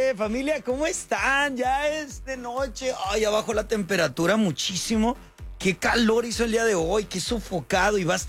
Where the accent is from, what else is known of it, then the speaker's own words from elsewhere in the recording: Tijuana, Baja California, Mexico; Los que somos de TJ, de toda la vida